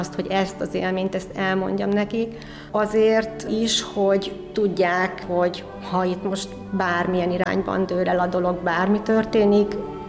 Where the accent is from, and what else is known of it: Pécs, Baranya, Hungary; born or raised there; moved away as an adult